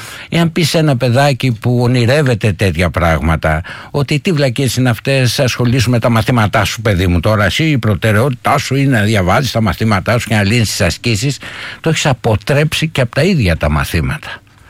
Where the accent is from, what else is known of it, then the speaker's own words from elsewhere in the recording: Athens, Attica, Greece; γεννήθηκα και μεγάλωσα στην Κυψέλη